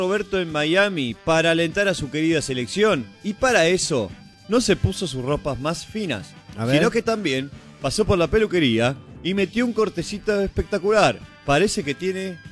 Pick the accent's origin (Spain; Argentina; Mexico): Argentina